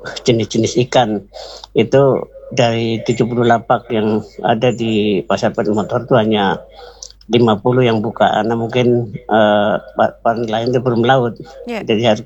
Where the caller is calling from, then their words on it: Kijang, Riau Islands, Indonesia; Nah, kemudian informasi kami dari Bintan, khususnya di Kijang ya, cuaca berawan ya.